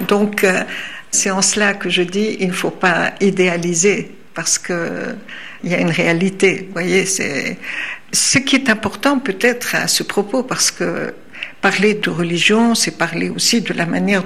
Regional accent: Sfax, Sfax Governorate, Tunisia; born there; Je suis née à Sfax, donc une ville plutôt conservatrice. Souvent, on dit que c'est une des grandes villes les plus conservatrices. Je suis née en 1941, donc en pleine colonisation, en fait.

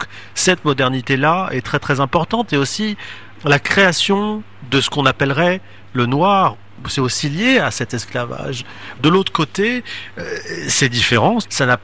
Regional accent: France; Moi-même, en tant que Tunisien qui est né en France, qui a vécu en France, je sais ce que c'est que le racisme.

